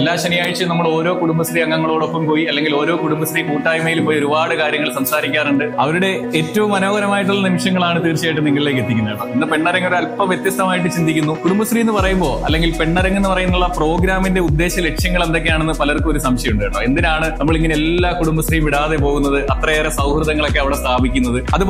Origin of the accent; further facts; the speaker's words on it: Chadayamangalam, Kerala, India; ഇന്ന് എന്റെ home town കൂടിയായിട്ടുള്ള ചടയമംഗലത്താണ് ഞാൻ വന്നിട്ടുള്ളത്.